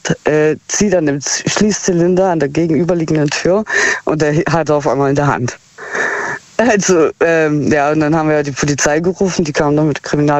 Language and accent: German; Heilbronn, Baden-Württemberg, Germany; Aus Heilbronn.